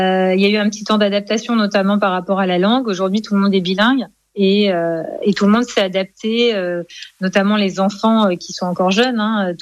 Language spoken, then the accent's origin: French; France; Du moins, on a une réputation en tant que Français